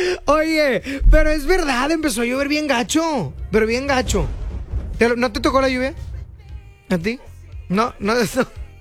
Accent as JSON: {"language": "Spanish", "town": "General Escobedo", "region": "Nuevo León", "country": "Mexico", "said": "Allá en mi pueblo escobedense"}